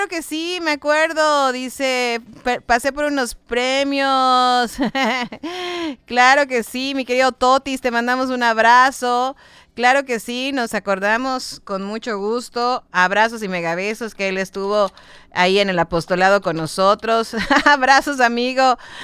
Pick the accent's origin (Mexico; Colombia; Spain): Mexico; Yucatán; ya las personas que somos de aquí, de Yucatán, estábamos acostumbradas a llegar a todas partes en 10, 15 minutos